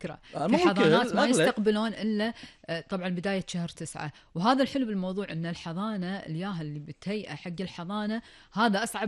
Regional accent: Kuwait; ديرتنا مو مقصره حتى بولا شيء، تلاقي المدارس بجميع مناطق الكويت

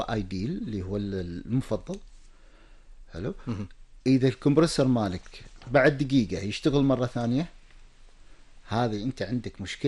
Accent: Kuwait; موجودة شركات هنا عندنا في الكويت

